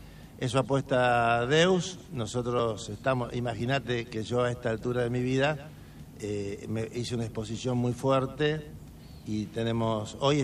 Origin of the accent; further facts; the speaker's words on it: Winifreda, La Pampa, Argentina; born there; also born or lived in Eduardo Castex; now in Trenque Lauquen, Argentina; yo nací en Winifreda, después me fui a Castex, compré la casa Calandri.